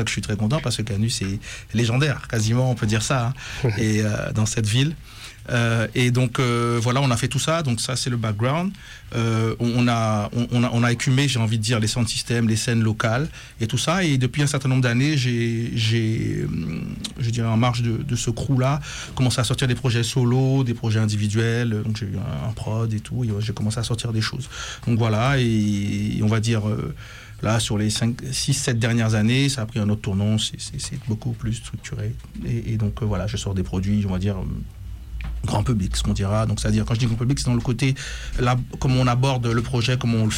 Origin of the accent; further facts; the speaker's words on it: Guadeloupe; now in Lyon, France; moi je suis un artiste antillais. J'ai grandi en Guadeloupe. Je suis arrivé à Lyon il y a un certain nombre d'années. Je suis arrivé à Lyon en 97.